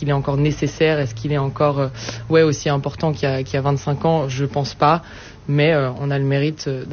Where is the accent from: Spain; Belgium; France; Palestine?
Belgium; Moi, en tant que Belge, ça me paraît fou, quoi.